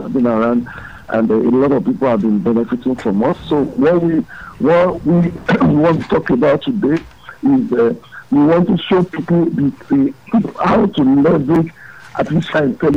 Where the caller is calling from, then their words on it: Lagos, Nigeria; I'm greeting you from Lagos, from Ogun State, from Oyo State.